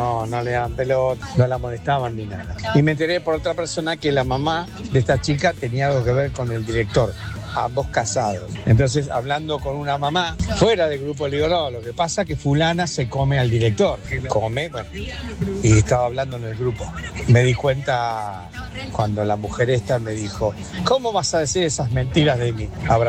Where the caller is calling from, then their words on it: Buenos Aires, Argentina; de Parque Chacabuco